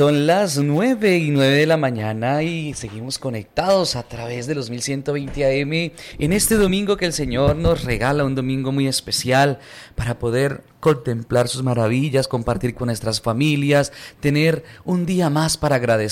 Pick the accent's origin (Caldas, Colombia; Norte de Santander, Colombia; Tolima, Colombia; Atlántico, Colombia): Norte de Santander, Colombia; nuestra bella y hermosa Colombia y aún más en nuestro hermoso departamento de Norte de Santander, ¿no?